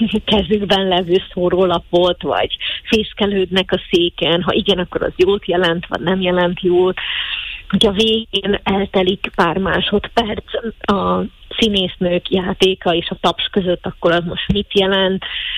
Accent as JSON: {"language": "Hungarian", "town": "Šamorín", "region": "Trnava Region", "country": "Slovakia", "tie": "born or raised there", "moved": "yes", "said": "Somorján játszani a kultúrházba, a szülővárosomban, abban a VMK-ban, ahol gyerekként is sokszor felléptem"}